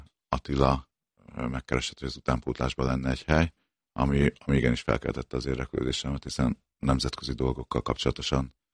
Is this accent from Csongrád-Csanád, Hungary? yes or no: no; Nyíregyháza, Szabolcs-Szatmár-Bereg, Hungary; nyíregyháziként